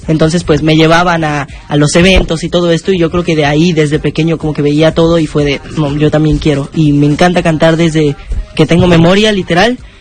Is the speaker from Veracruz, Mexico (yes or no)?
yes; Veracruz, Mexico; yo soy de Veracruz, de México, uh-huh. Y mi papá tenía un pequeño grupo musical en Veracruz